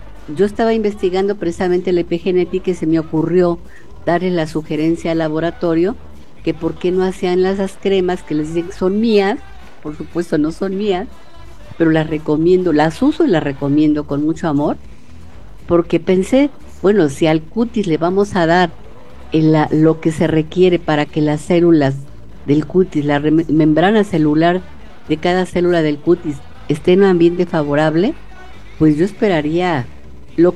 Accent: Mexico

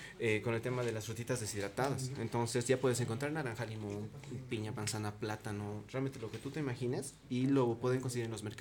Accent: Bolivia

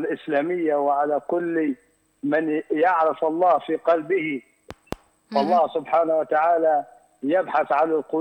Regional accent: Libya; نتمنى إن شاء الله يا رب يعم السلام على بلادنا ليبيا الحبيبة ونيهدي شبابنا

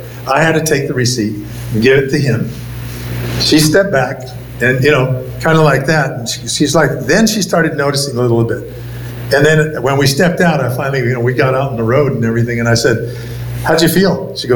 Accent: Michigan, United States; You know, I grew up in Michigan.

